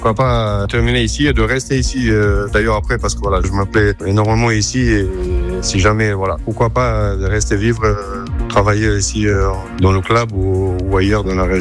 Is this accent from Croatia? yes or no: yes; Metković, Dubrovnik-Neretva County, Croatia; French is a second language; moved away as an adult; now in France; Je suis né en Croatie, à Metković, une petite ville de 2000 habitants, une ville très handballistique d'ailleurs. Et j'ai grandi en Croatie et à mes 26 ans, je suis arrivé en France et là je suis depuis.